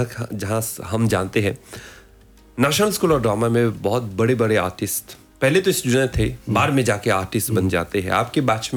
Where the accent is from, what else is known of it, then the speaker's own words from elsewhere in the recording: Mauritius; हम छोटे से मॉरिशस की मछली